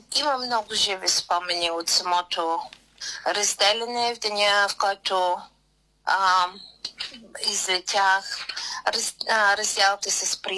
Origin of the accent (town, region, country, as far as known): Plovdiv, Plovdiv Province, Bulgaria; moved away as an adult; now in Australia